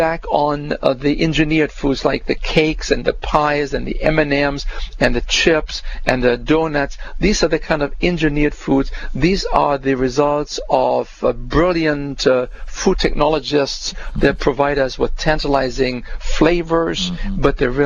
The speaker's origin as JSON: {"language": "English", "country": "Germany", "tie": "born or raised there", "moved": "yes", "said": "we had nothing when I grew up in Germany after the war."}